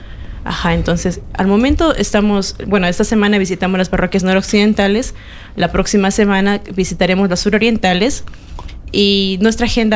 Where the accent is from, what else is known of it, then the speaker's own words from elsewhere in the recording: Malacatos, Loja, Ecuador; soy malacatense, oriunda